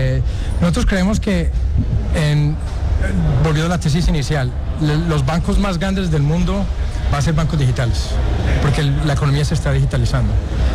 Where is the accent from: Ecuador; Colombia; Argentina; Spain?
Colombia; pero yo soy colombiano, entonces mi corazón está en Colombia